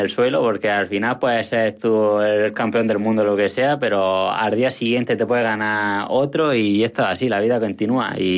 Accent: Cuevas de Reillo, Castilla-La Mancha, Spain; porque yo soy un pueblo muy pequeño, ¿no?, de Cuevas de Reillo, y claro, parecía que de ahí se acababa el mundo, que era una circunferencia de 50 kilómetros y que no había más mundo a partir de ahí.

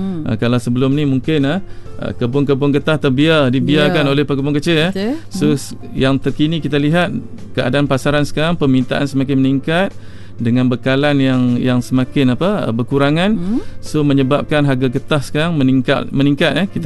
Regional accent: Kedah, Malaysia

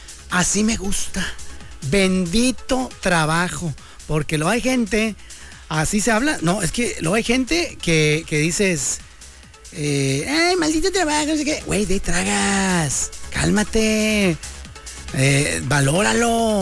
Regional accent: Mexico; Seguimos siendo mexicanos, claro.

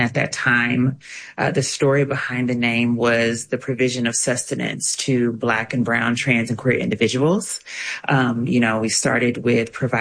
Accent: East St. Louis, Illinois, United States; as a Black trans woman who grew up in the U.S., in East St. Louis, Missouri.

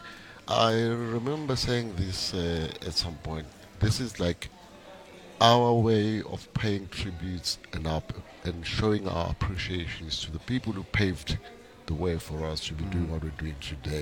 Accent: Barberton, Mpumalanga, South Africa; also born or lived in Durban; I mean, when I was growing up in Barberton, I didn't play trumpet at all.

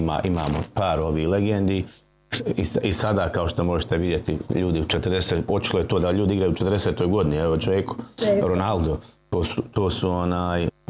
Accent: Mostar, Federation of Bosnia and Herzegovina, Bosnia & Herzegovina; ona vremena kad sam odrastao u Mostaru

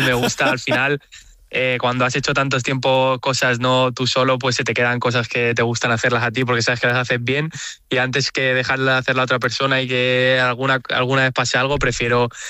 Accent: Spain; Siendo español, siempre ha sido uno de mis grandes ídolos

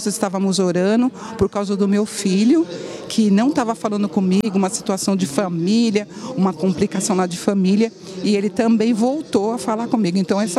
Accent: São Paulo, Brazil; Eu venho do Itaim Paulista.

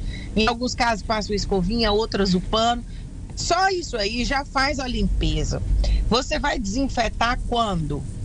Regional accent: Minas Gerais, Brazil; Eu sou mineira do interior

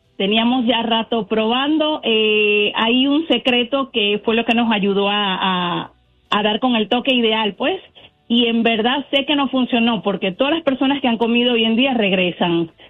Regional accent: Venezuela; Yo soy venezolana y mi esposo es mexicano.

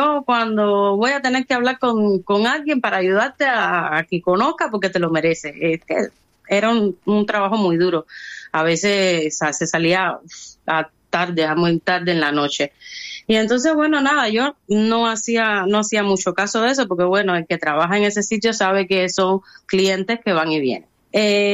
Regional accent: Cuba; moved away as an adult; now in León, Spain; Sí, soy cubana y soy bisnieta de aquí, de un descendiente de León, de Benavides, de Órbigo, de Antoñán del Valle.

